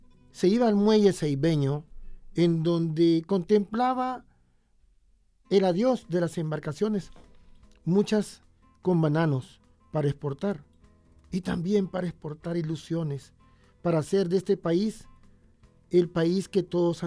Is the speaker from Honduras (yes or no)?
yes; Honduras